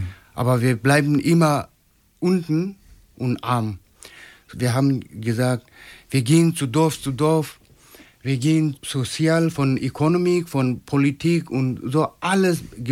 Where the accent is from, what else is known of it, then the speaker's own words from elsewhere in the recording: Nagaland, India; German is a second language; moved away as an adult; also born or lived in Madurai; now in Germany; ich komme aus Nagaland, ich bin Inder, ich studiere hier Social Analysis.